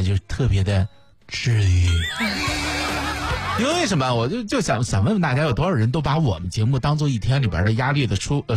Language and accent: Chinese; China; 特别对于我们中国人来说